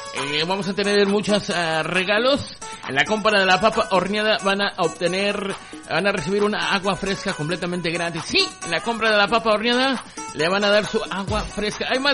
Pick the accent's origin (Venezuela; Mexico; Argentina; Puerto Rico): Mexico; Somos la única mexicana más cariñosa